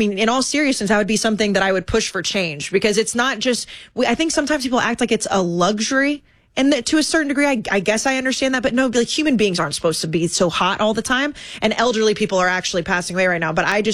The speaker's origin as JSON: {"language": "English", "region": "Texas", "country": "United States", "tie": "born or raised there", "said": "I grew up in Texas, so I'm a Buc-ee's girl."}